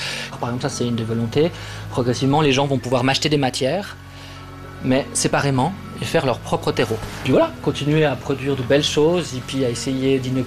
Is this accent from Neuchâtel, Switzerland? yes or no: no; Geneva, Switzerland; born there; moved away as an adult; also born or lived in Vevey, Vaud; Mais je viens de Genève, je suis né au Paquis.